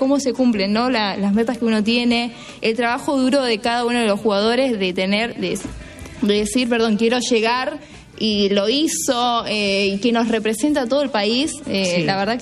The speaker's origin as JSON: {"language": "Spanish", "town": "San Martín", "region": "Buenos Aires Province", "country": "Argentina", "said": "yo soy de San Martín. Y digo, sobre la misma calle que Enzo Fernández."}